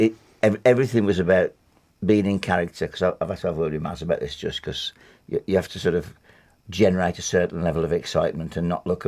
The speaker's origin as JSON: {"language": "English", "town": "Wednesbury", "region": "West Midlands", "country": "United Kingdom", "said": "well, I'm from Wensbury, and that's fine by me, and why should I pretend to be what I'm not?"}